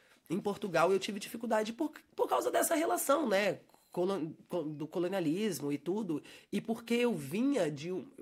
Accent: Santa Rita do Mutum, Minas Gerais, Brazil; moved away; also born or lived in Carangola, Minas Gerais; Eu nasci em Carangola porque era onde tinha hospital. Mas eu fui criada em Santa Rita do Mutum.

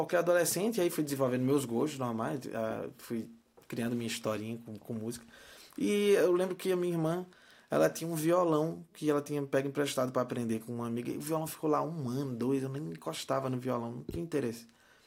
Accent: Arapiraca, Alagoas, Brazil; Arapiraca fica no interior, no Agreste de Alagoas. Agreste significa uma região ali que não tem mar.

